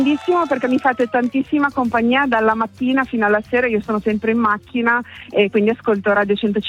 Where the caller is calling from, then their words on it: Modena, Emilia-Romagna, Italy; io sono di Modena e lavoro anche su Reggio e su Parma